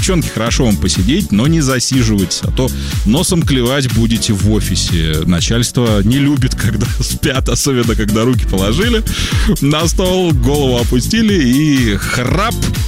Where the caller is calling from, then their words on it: Ussuriysk, Primorsky Krai, Russia; из Уссурийска. Доброе утро, мой город.